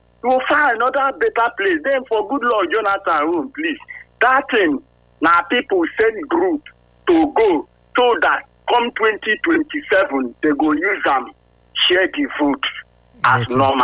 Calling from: Nigeria; I'm calling from Osakumba.

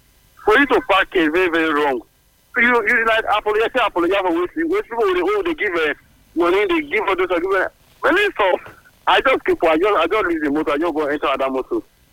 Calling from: Nigeria; I'm calling from Egba.

